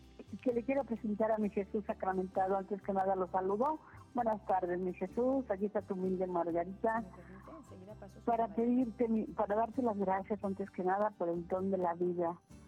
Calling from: Michoacán, Mexico; Sí, de Michoacán.

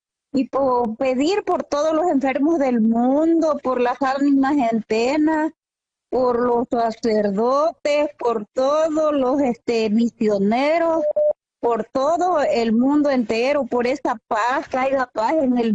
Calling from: Tierra Blanca, Veracruz, Mexico; Sí, soy acá de Tierra Blanca, estado de Veracruz.

